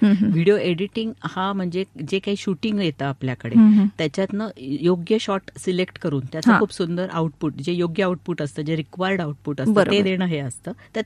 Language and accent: Marathi; Nashik, Maharashtra, India; मी मूळची नाशिकचीच आहे. … मी पंचवटीला बिलॉंग करते आणि छान ब्राह्मण कुटुंबातली, मध्यमवर्य कुटुंबातून आलेली आहे